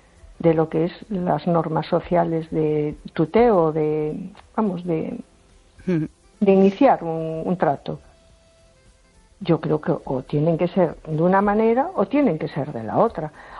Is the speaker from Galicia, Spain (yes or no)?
yes; A Coruña, Galicia, Spain